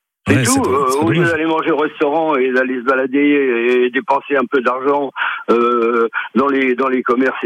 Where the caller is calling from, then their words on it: Ronces-les-Bains, Nouvelle-Aquitaine, France; moi je suis à Ronces-les-Bains, moi.